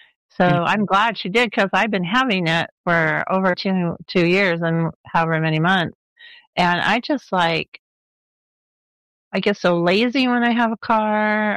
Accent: Los Angeles, California, United States; I was born where if it got below 65, we'd put on a jacket. Mm-hmm. So I grew up in Los Angeles where we didn't really have extremes of temperatures that much.

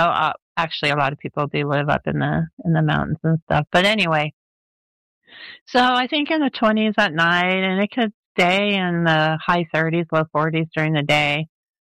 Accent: Los Angeles, California, United States; So I grew up in Los Angeles where we didn't really have extremes of temperatures that much.

